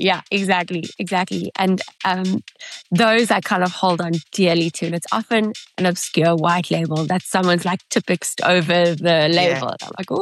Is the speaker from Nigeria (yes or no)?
no; South Africa; being South African, I'm super proud.